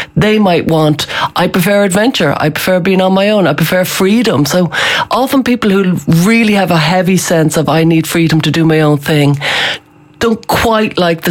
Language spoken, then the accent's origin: English; Tullamore, Offaly, Ireland; I'm from Tullamore, everybody I know is around me, and that's what I need.